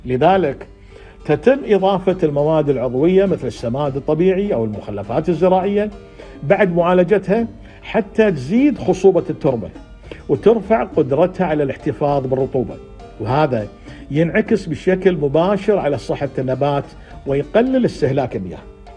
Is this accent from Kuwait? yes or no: yes; Kuwait; وعندنا في الكويت